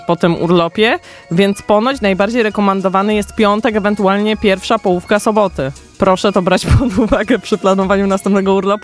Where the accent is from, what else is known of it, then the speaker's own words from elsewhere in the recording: Nowy Sącz, Lesser Poland, Poland; moved away as an adult; pochodzę z Nowego Sącza i wyemigrowałam z niego kilkanaście lat temu. Nie wiem ile już, 15?